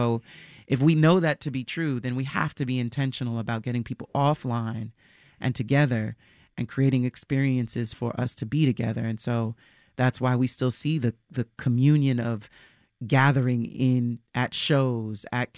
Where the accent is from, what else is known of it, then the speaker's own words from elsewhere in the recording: New York, United States; I mean, of course, like growing up in New York and being able to perform.